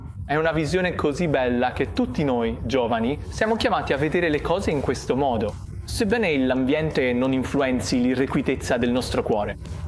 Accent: India; moved away as an adult; now in United States; mi ha insegnato l'inglese fin da quando ero piccolo. Perché sono indiano, anche se so l'inglese

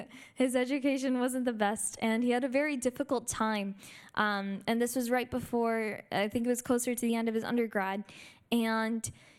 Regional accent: Florida, United States

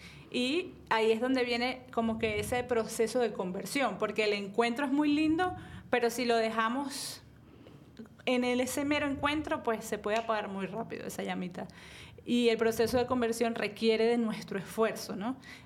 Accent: Venezuela; moved away as an adult; now in Miami, United States; yo tengo 11 años viviendo aquí en Miami, soy venezolana y realmente crecí en una familia que no es católica practicante. Crecí en una familia católica de valores, de principios

